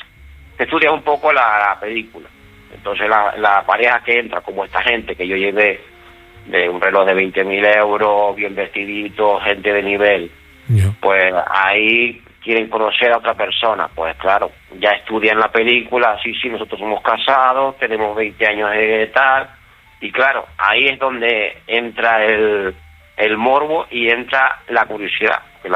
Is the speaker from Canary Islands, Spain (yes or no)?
yes; Tenerife, Canary Islands, Spain; El tema de, yo soy aquí de Tenerife, y tú sabes que esto es turístico.